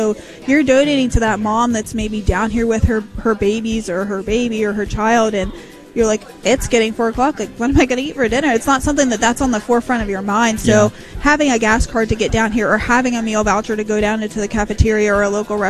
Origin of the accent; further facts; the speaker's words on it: Ohio, United States; we're from Ohio. We're about 3 hours away